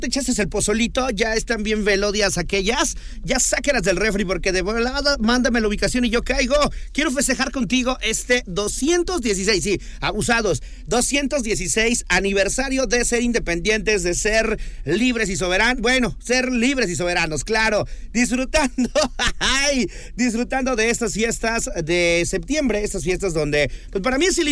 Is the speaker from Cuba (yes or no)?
no; Mexico; porque hoy se celebra que somos mexicanos